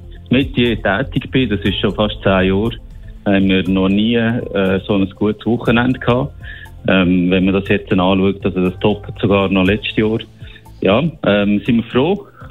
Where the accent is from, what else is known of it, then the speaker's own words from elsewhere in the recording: Solothurn, Switzerland; Ja, das gehört mir, glaube ich, an meinem Dialekt. Ich sage es eigentlich immer so, ich bin der Solothurner, der mit meiner Familie im Aargau wohnt